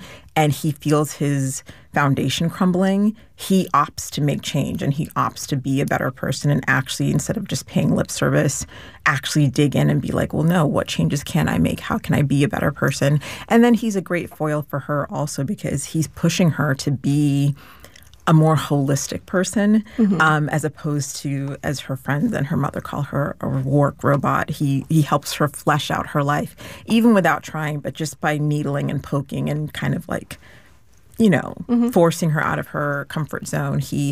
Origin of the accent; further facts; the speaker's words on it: Shrewsbury, Massachusetts, United States; Growing up, I grew up in Massachusetts in a very small town, Shrewsbury, Massachusetts. Anyone listening from Shrewsbury, like, I hear you.